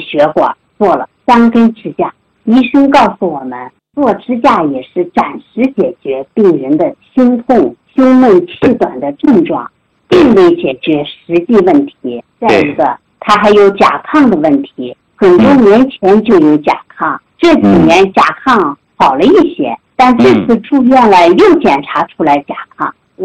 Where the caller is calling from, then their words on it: Shihezi, Xinjiang, China; 我是来自新疆的老学员，